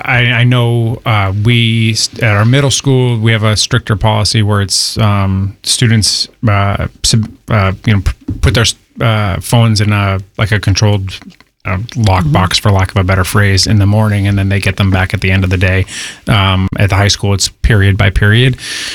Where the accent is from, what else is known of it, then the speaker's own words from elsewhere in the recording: Massachusetts, United States; And, you know, I grew up here on the Cape.